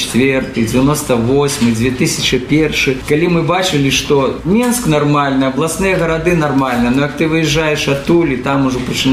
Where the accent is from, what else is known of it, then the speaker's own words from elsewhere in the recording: Belarus; І я сам з Білорусі недалеко, ну, в одрозні від вас, недавно.